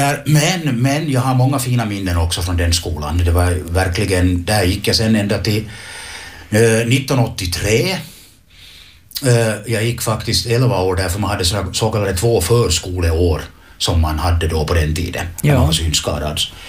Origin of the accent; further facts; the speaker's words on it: Leksvall, Uusimaa, Finland; born there; now in Helsinki, Finland; jag föddes i Leksvall mellan Ekenäs och Hange.